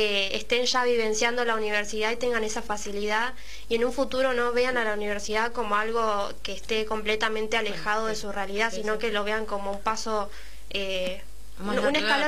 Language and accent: Spanish; Florencio Varela, Buenos Aires Province, Argentina; el lado de Varela, que es de donde soy yo.